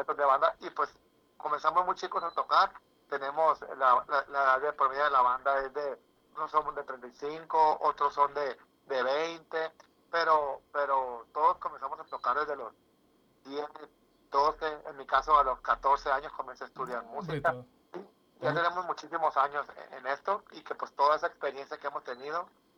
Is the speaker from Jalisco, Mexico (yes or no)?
no; Mazatlán, Sinaloa, Mexico; Y somos aquí oriundos de Mazatlán